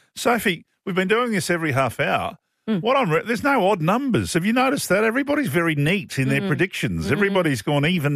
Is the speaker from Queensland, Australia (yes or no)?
yes; Queensland, Australia; I've been here. It's 1996. I'm a Queenslander.